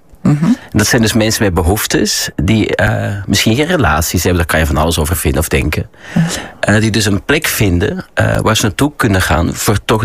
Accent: Belgium; moved away as an adult; Nee, ik was 19. Ik kwam van een boerengehucht uit België. Ik kwam in Amsterdam terecht. Ik ging hier studeren, Nederland. Toneelschool.

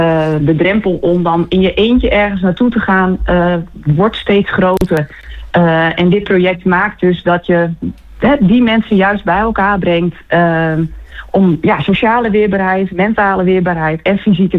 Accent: Harlingen, Friesland, Netherlands; now in Franeker, Netherlands; Ja, ik kom uit Friesland. Ja, ik kom uit Harlingen. Daar ben ik geboren en getogen.

